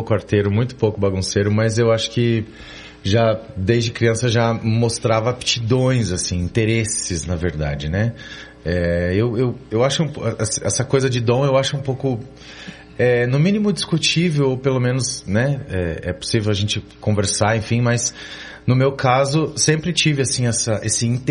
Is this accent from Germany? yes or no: no; Curitiba, Paraná, Brazil; Curitibano também.